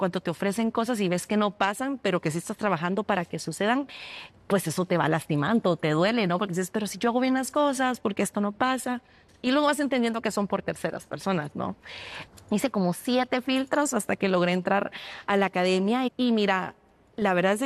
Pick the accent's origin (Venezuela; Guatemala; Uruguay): Guatemala; moved away; also born or lived in Argentina; Y bueno, me regreso a Guatemala.